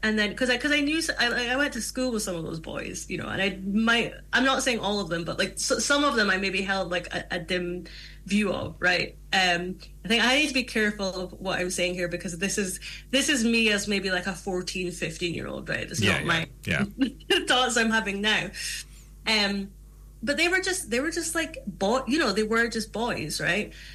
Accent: Aberdeen, Scotland, United Kingdom; when I was growing up in Aberdeen

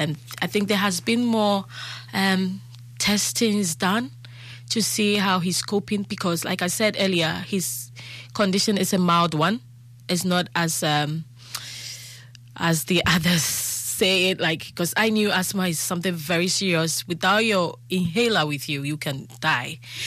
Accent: Ghana; because me being a Ghanaian

